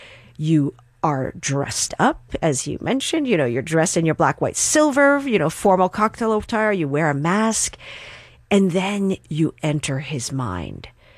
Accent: New York City, New York, United States; And I grew up in New York in the 70s. I went with my mother to that art supply store.

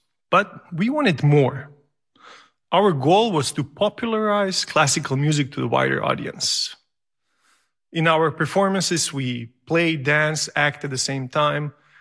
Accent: Serbia; now in Boston, United States; I'm originally from Serbia. Now I'm Boston-based artist, teacher, and professional musician.

